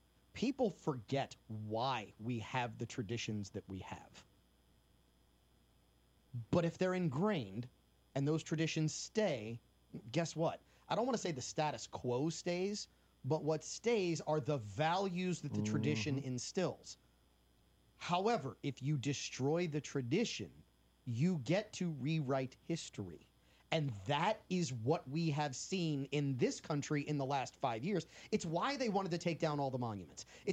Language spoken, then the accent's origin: English; New Orleans, Louisiana, United States; I grew up in New Orleans.